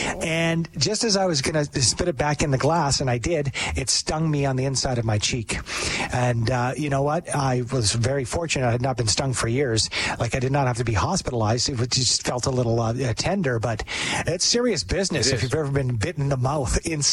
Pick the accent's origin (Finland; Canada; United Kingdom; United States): Canada; Edmonton, Alberta; born there; I was born in Edmonton, and I worked in Edmonton in the late 90s with both of you two.